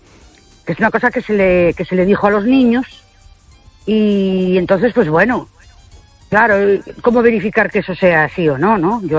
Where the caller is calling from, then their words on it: Ourense, Galicia, Spain; de Ourense.